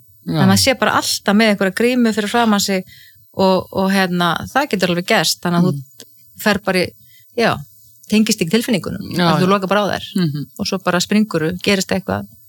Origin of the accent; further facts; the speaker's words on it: Ísafjörður, Westfjords, Iceland; ég alveg upp á Ísafirði þar sem voru 10 sjóslys og menn drukknuðu